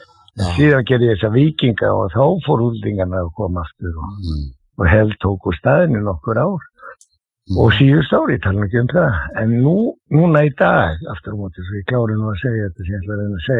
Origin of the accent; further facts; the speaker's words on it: Reykjavík, Capital Region, Iceland; Já, ég er fæddur og uppalinn í Klefsholtinu og ef einhver hefur verið Þróttari þá voru það við Klefsararni, sko.